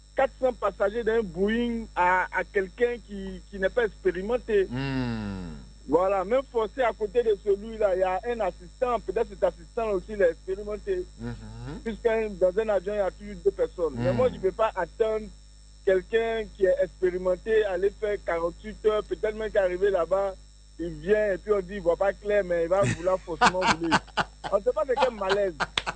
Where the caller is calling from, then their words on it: Abidjan, Côte d’Ivoire; Yopougon.